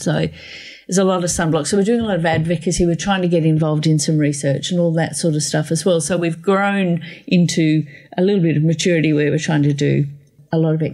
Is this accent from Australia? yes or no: yes; Australia; born there; So, you know, I'm actually thankful I was born in Australia.